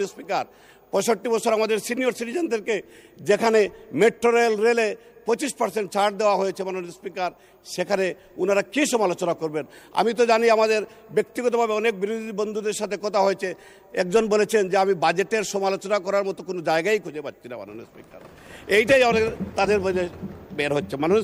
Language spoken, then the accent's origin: Bangla; Sylhet Division, Bangladesh; moved away; আমার বাড়ি সিলেট